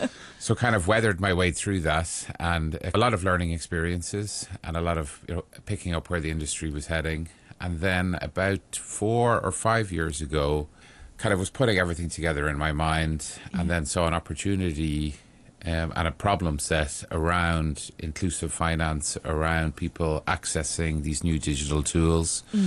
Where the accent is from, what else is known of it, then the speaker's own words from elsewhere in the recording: Ireland; moved away as an adult; now in Hong Kong; So I'm originally from Ireland, and I've been living in Hong Kong for the past 12 years at this point.